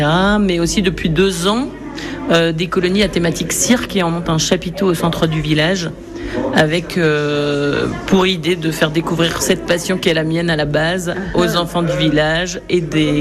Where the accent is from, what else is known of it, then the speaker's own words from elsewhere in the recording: Belfort, Bourgogne-Franche-Comté, France; Alors moi, je suis originaire de Belfort et j'ai été professeur des écoles dans le Doubs.